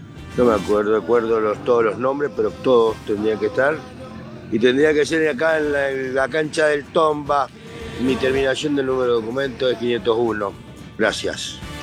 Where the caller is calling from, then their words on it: Godoy Cruz, Mendoza, Argentina; de Godoy Cruz